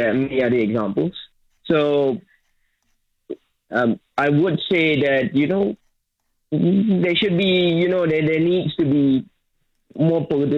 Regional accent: Malaysia; Yeah, I grew up in Malaysia. Grew up looking at Singapore.

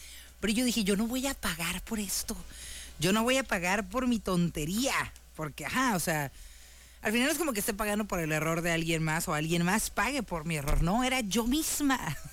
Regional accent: Mexicali, Baja California, Mexico; Y aquí su amiga que nació en El Cóndor y creció en La Baja. Saludos a estos dos elegantes barrios mexicalenses. Les digo, yo nací en uno y crecí en otro. O sea, crecí una parte en El Cóndor y otra parte en La Baja.

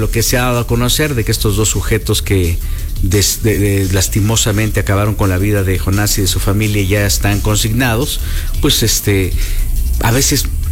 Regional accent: Mexico; Y a todos los que somos mexicanos, reivindiquemos, ¿no?

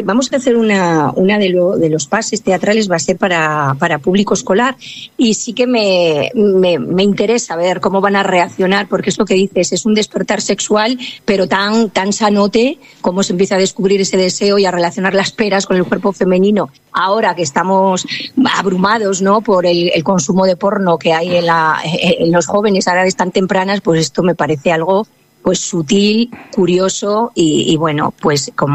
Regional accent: Toreno, Castile and León, Spain; born or raised there

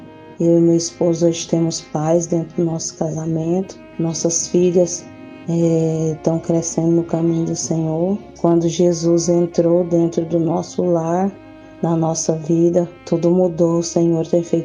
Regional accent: Araguapaz, Goiás, Brazil; sou da cidade de Araguapaz, no interior de Goiás.

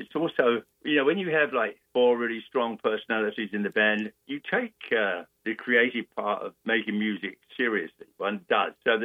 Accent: London, United Kingdom; me growing up in London

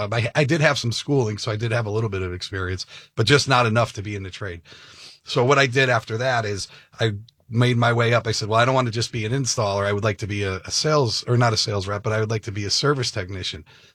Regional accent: Connecticut, United States; now in Inland Empire, United States; I'm from Connecticut originally.

